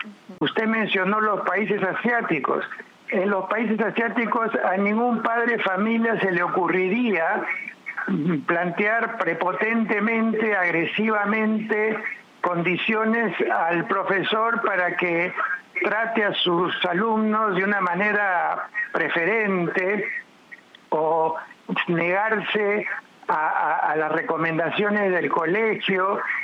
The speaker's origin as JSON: {"language": "Spanish", "country": "Peru", "said": "nuestra manera de ser como peruanos"}